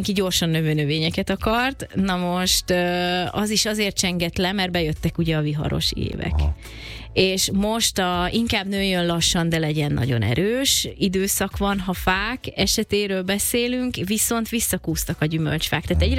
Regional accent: Budapest, Hungary; a 16. kerületben a Sashalmon nőttem föl, ott a Havashalom utca tanácspark

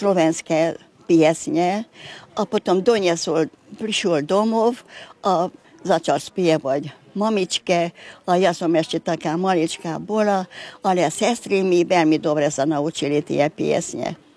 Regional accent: Bükkszentkereszt, Borsod-Abaúj-Zemplén, Hungary; To je ako nemecké slovo, ale u nás v Novej Hute tak hovorili, že šlogár, kto pracoval v lese, pilil drevo.

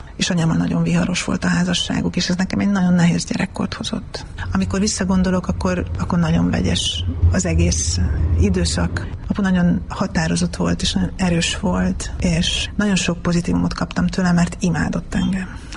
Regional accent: Tiszaföldvár, Jász-Nagykun-Szolnok, Hungary; born there; Tiszaföldváron, Tiszaföldváron születtem, és én vagyok a családnak az ötödik lánya.

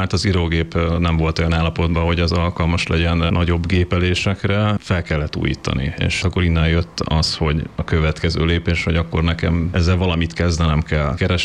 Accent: Győr, Győr-Moson-Sopron, Hungary; moved away as an adult; now in Székesfehérvár, Hungary; én győri vagyok, Győrben születtem, és én ide költöztem, kedvesem ez a lakást. A szerelem hozott végül is ide Székesfehérvárra

